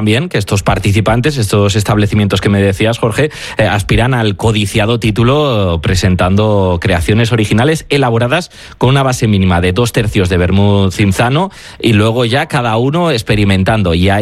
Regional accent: Bilbao, Basque Country, Spain; en Bilbao somos muy de vermut, somos muy de Marianito

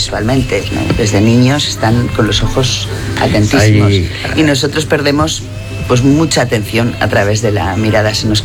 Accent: Menorca, Balearic Islands, Spain; en mi pueblo, en Menorca, porque en realidad soy de Menorca, estropear se dice españar.

